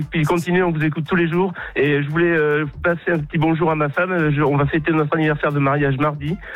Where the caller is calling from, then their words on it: Poisy, Auvergne-Rhône-Alpes, France; Alors, je suis à Poisy, à côté d'Annecy.